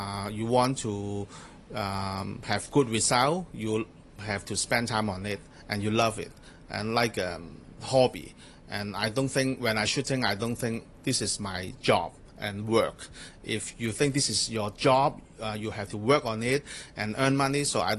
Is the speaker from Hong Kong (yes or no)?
yes; Kwun Tong, Kowloon, Hong Kong; English is a second language; So I am 43 years old now. So I was born in Hong Kong. But after graduating from the secondary school, I went to Australia to study for almost a year.